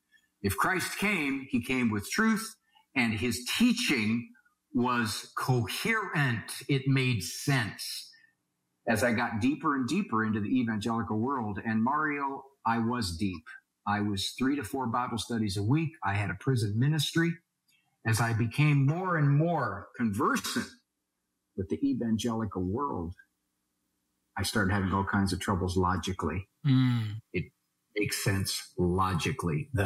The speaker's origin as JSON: {"language": "English", "town": "Canton", "region": "Ohio", "country": "United States", "tie": "born or raised there", "said": "I was brought up Catholic in Canton, Ohio. I left the Catholic Church in my 30s, went out into the evangelical world"}